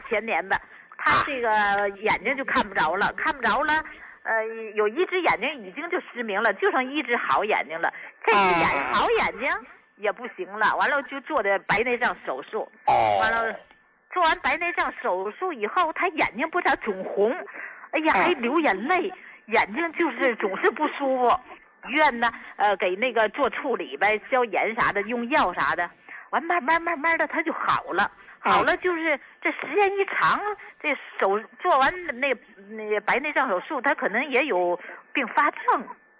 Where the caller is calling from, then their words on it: Qinhuangdao, Hebei, China; 我是秦皇岛人。